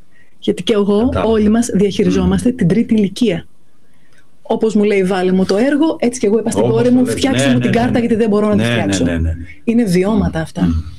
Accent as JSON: {"language": "Greek", "country": "Greece", "said": "ως Έλληνες"}